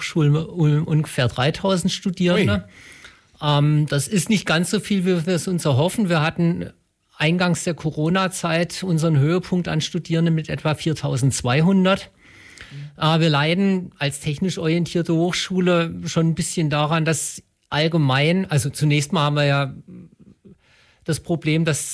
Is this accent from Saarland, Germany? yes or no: no; Bad Mergentheim, Baden-Württemberg, Germany; moved away as an adult; also born or lived in Karlsruhe; Ja, also ich komme ursprünglich aus Bad Mergentheim, ganz im Nordosten unseres Ländles, habe da Abi gemacht, bin von dort nach Karlsruhe zum Studieren